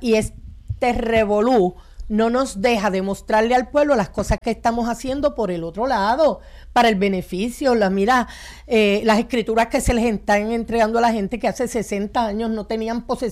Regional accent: Juncos, Puerto Rico; yo soy de Juncos

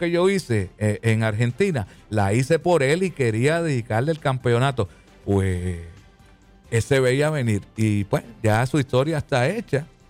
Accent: Mameyes, Puerto Rico; Y yo pues también me crié allí en Mamelle y le enviamos un saludo a toda esa gente buena de Río Grande.

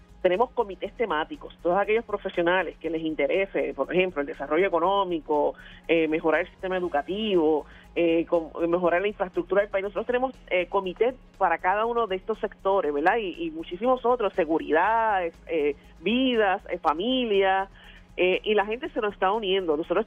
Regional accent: Puerto Rico; cada vez más somos víctimas los puertorriqueños

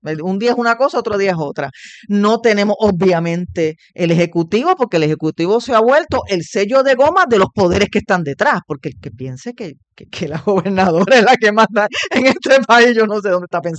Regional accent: Puerto Rico; somos boricuas

